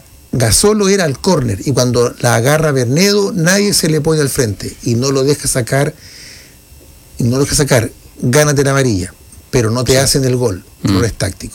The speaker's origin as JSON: {"language": "Spanish", "town": "La Serena", "region": "Coquimbo", "country": "Chile", "tie": "born or raised there", "said": "yo me acuerdo cuando era chico en La Serena"}